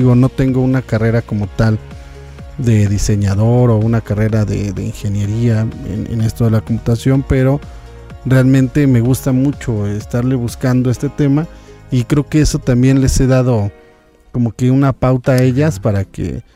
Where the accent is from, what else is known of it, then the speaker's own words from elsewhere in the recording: Mexico City, Mexico; nosotros venimos de una familia de la Ciudad de México.